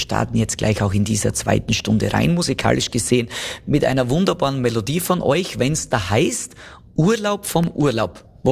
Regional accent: Styria, Austria; wenn ich das so sagen darf, als Steirer.

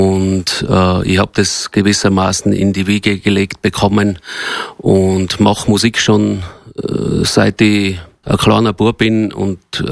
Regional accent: Ischgl, Tyrol, Austria; moved away as an adult; now in Buch in Tirol, Austria; ich bin Paznauner. Ich komme aus Ischgl, Maton. Bin mit der Familie aber letztes Jahr bereits ins Unterland gezogen, nach Buch in Tirol.

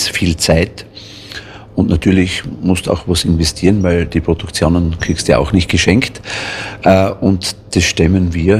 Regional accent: Berndorf, Styria, Austria; accent: West Styrian; Nein, ich bin aus Berndorf bei Hitzendorf, schon seit ich auf der Welt bin. Bin dort geboren in Stallhofen, aber das ist ganz in der Nähe. Ja, und dort lebe ich, seit ich auf der Welt bin.

